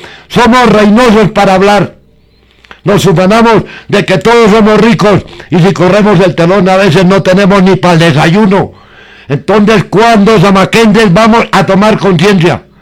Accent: Samacá, Boyacá, Colombia; o es que en Zamacá no somos del departamento de Boyacá

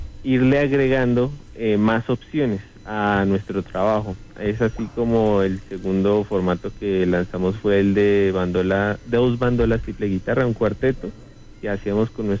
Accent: Boyacá, Colombia; ser boyacenses y ser músicos carrangueros de Boyacá.

